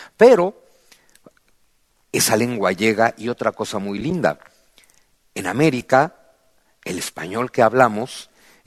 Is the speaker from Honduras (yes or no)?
no; Mexico; del español que hablamos en México tienen origen náhuatl, que para nosotros los mexicanos es como si fueran español.